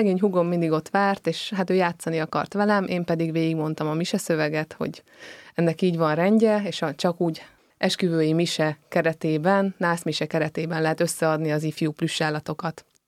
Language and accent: Hungarian; Nagyoroszi, Nógrád, Hungary; born there; also born or lived in Pest County; Én azt szoktam mondani, hogy nem is Pest megyei gyerek vagyok, hanem sokkal inkább Nógrád megyei, hiszen ott nőttem fel egy kis faluban, amit Nagyoroszinak hívnak.